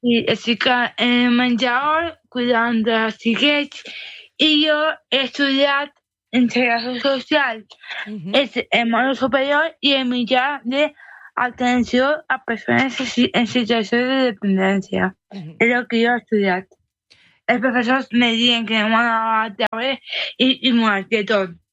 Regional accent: Valencian Community, Spain; born there; yo, como nací en Valencia

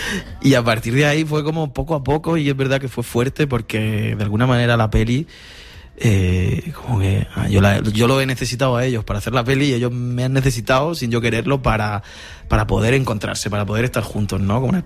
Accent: Murcia, Region of Murcia, Spain; now in Madrid, Spain; Cuando yo llegué a Madrid, de Murcia, para estudiar el máster de cine, que fue también un poco carambola por una beca, yo no me pensaba dedicar a esto. Ahí en Murcia pensé

